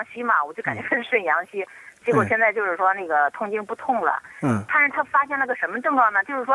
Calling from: Baoding, Hebei, China; 哎，你好，我是保定的。

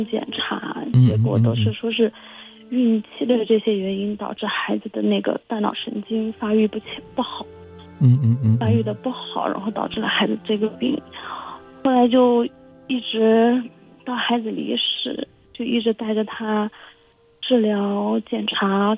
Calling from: Dali, Yunnan, China; 因为我们是大理这边的。

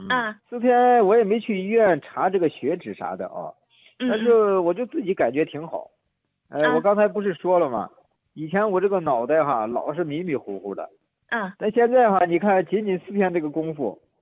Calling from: Henan, China; 我是河南的一个新朋友。

